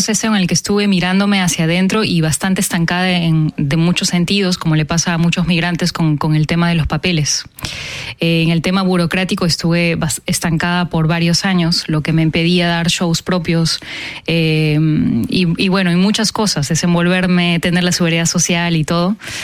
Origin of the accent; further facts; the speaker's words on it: Peru; now in France; Al principio me sentía dividida, pero ahora me siento ya muy integrada y a la par también me siento muy peruana.